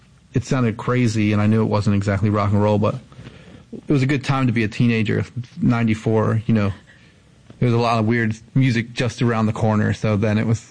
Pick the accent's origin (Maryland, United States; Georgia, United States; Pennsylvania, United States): Pennsylvania, United States; Lansdowne; I grew up in Lansdowne, actually.